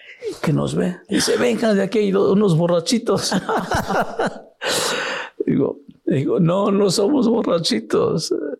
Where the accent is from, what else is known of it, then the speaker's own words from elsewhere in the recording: Oaxaca, Mexico; now in Mexico City, Mexico; Porque cuando me vine de Oaxaca a México, tenía la intención, dije, si no quedo en Chapingo, voy al Pole.